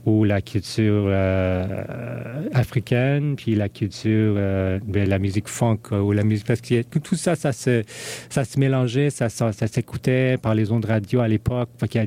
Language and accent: French; Vancouver, British Columbia, Canada; first language English; French is a second language; moved away; moi je suis d'origine chinoise, j'ai grandi à Vancouver, je suis anglophone, j'ai pas grandi avec la salsa, j'ai pas grandi avec la musique africaine